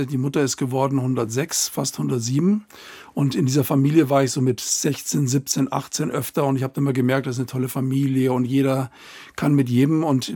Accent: Northern Germany, Germany; Das war schon ziemlich heftig. Also das war schon wirklich wie Mobbing, dass man als Preuße bezeichnet worden ist.

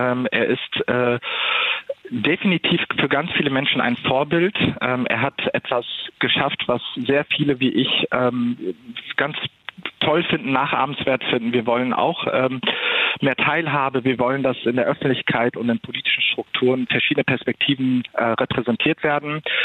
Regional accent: Germany; Ich bin in Deutschland aufgewachsen, aber nicht in Deutschland geboren und wir waren lange Zeit in einem Duldungsprozess, also Asylprozess.

